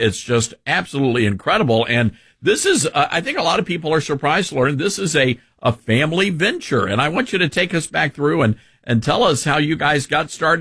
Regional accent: Memphis, Tennessee, United States; Now, we base our show in my hometown of Memphis, Tennessee

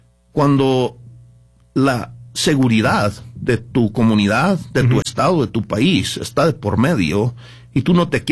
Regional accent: Chihuahua, Mexico; born there; Sí, pues yo nací en Chihuahua y pues realmente me considero un mexicano.

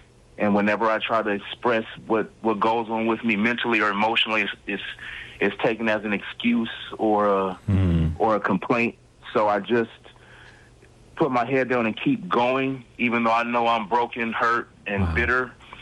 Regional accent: California, United States

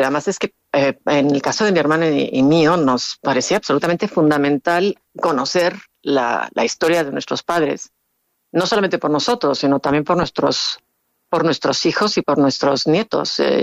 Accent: Mexico; born there; yo, como sabes, nací en México. Mis padres republicanos los dos, fueron a México en el año 48, primero mi madre y luego mi padre. Se casaron allí en el año 50

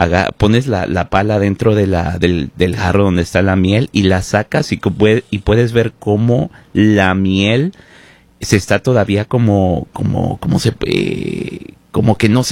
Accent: Mexico; now in Washington, United States; ¿Soy mexicano o soy más de aquí?

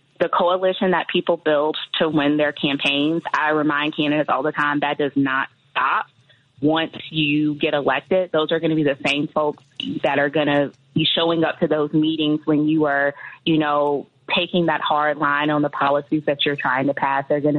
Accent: Mobile, Alabama, United States; moved away; I am originally from Mobile, Alabama

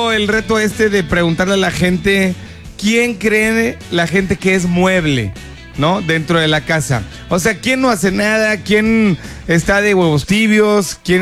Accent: Mexico; Los mexicanos decimos, no madre

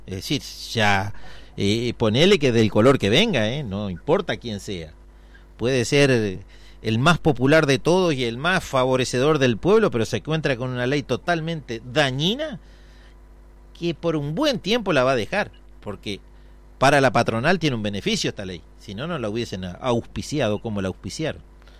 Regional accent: Argentina; Y somos tan argentinos

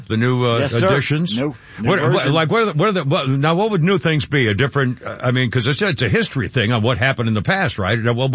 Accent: New England, United States; We used to have those up where I was raised in New England

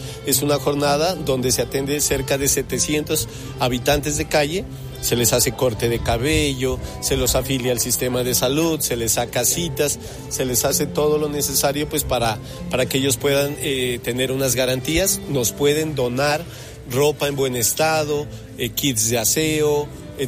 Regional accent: Pasto, Nariño, Colombia; con la gente es amable, somos amables, el pastuso.

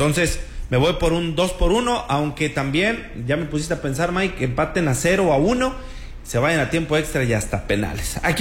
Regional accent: Mexico; nosotros como mexicanos celebramos ese triunfo

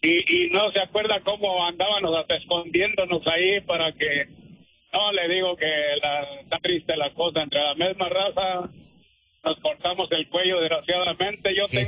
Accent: Mexico; Oh, yo soy mexicana, sí, le dije, somos mexicanos.

